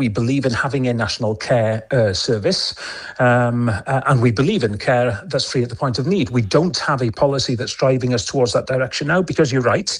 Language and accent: English; Wales, United Kingdom